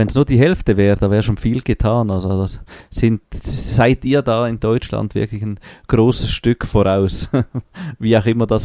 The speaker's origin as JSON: {"language": "German", "country": "Switzerland", "said": "für uns als Schweizer, wir haben ja auch ein Festival in der Schweiz"}